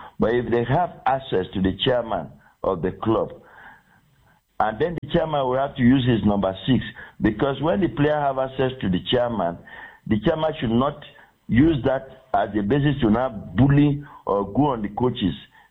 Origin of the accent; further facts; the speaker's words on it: Nigeria; I'm a Nigerian.